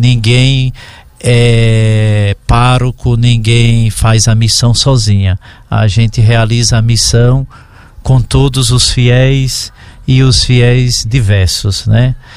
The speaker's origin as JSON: {"language": "Portuguese", "region": "Piauí", "country": "Brazil", "moved": "yes", "lives_now": "Carinhanha, Brazil", "said": "Mas eu também sou de um estado do Piauí"}